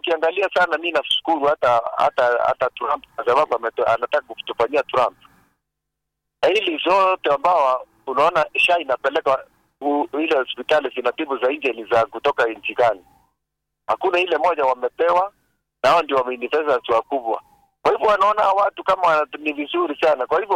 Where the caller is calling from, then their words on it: Kenya; sisi sisi ni Wakenya wa Kenya